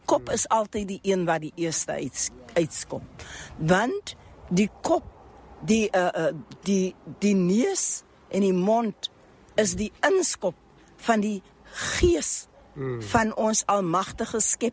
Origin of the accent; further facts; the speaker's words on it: Joubertina, Eastern Cape, South Africa; Ek is gebore op Jobertina, Lang Kloof, en dit is deel van die breer Inkwa geografiese stamgebied van ons volklikheid. Ek het groot geword daar